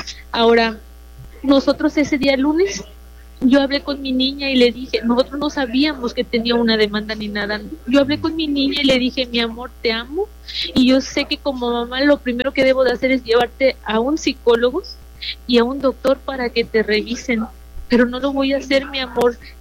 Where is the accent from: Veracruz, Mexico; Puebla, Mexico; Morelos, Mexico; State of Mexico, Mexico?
Veracruz, Mexico; Poza Rica; nosotros somos de Poza Rica, Veracruz